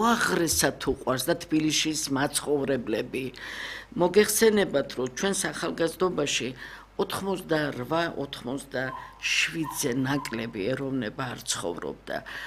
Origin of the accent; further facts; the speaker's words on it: Tbilisi, Georgia; თბილისელი ვარ